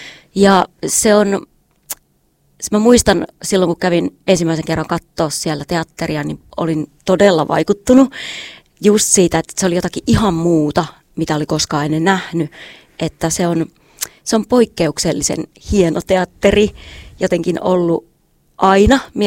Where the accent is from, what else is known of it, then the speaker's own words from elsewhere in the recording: Kuhmo, Kainuu, Finland; now in Lahti, Finland; No siis itse olen kotoisin Kuhmosta, että en ole lahtelainen niin kuin alun perin, mutta on kyllä lahtelaistunut